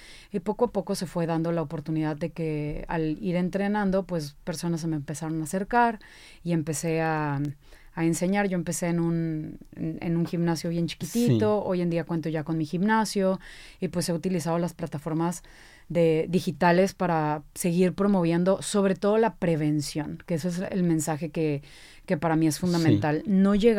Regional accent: Veracruz, Mexico; yo soy de Veracruz, soy una buena jarocha, como decimos nosotros.

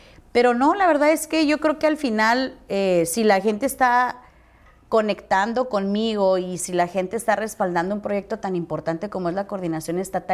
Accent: San Luis Río Colorado, Sonora, Mexico; los políticos de mi tierra y de San Luis Río Colorado.

